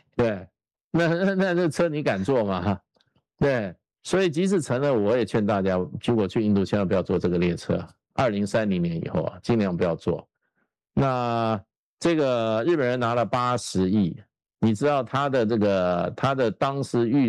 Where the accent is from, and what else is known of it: China